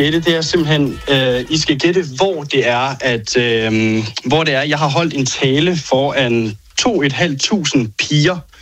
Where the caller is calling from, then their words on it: Aabenraa, Region of Southern Denmark, Denmark; Jeg ringer fra Åbenrå, nede i Sønderjylland.